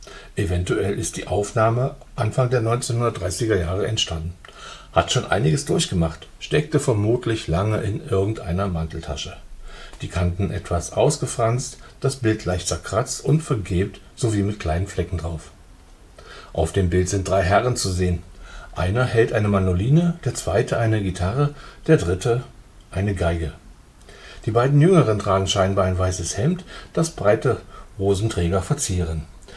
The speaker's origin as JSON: {"language": "German", "town": "Magdeburg", "region": "Saxony-Anhalt", "country": "Germany", "tie": "born or raised there", "said": "Es heißt »Vom steinigen Weg – Lebensskizzen eines Magdeburgers«. Ich schreibe von meiner Kindheit in der DDR."}